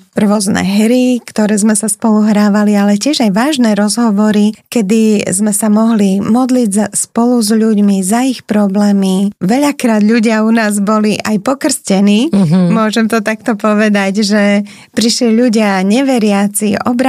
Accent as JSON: {"language": "Slovak", "town": "Bratislava", "region": "Bratislava Region", "country": "Slovakia", "tie": "born there", "also_born_or_lived": "Liptov", "moved": "as an adult", "said": "ja keď som sa z Bratislavy teda presťahovala na Liptov a tam sme bývali 14 rokov s mojim manželom"}